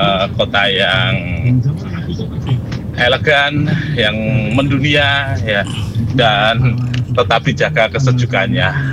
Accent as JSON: {"language": "Indonesian", "town": "Semarang", "region": "Central Java", "country": "Indonesia", "tie": "born or raised there", "said": "sebagai orang Semarang yang aslinya saya dari Semarang"}